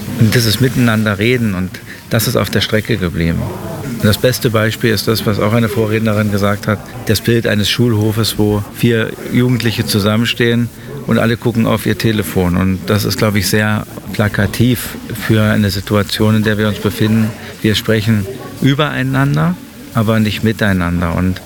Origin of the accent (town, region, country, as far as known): Aschersleben, Saxony-Anhalt, Germany